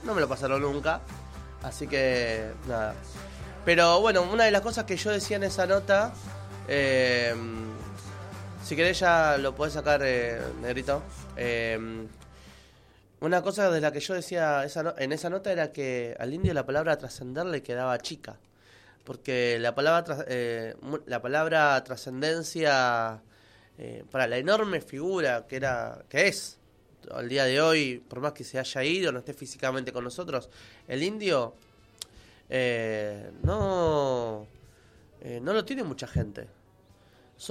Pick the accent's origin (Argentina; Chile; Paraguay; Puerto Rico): Argentina; a nosotros como argentinos